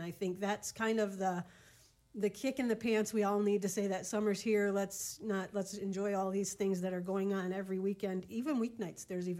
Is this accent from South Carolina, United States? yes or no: no; Allen Park, Michigan, United States; which I grew up in Allen Park. Allen Park is a little near and dear to me.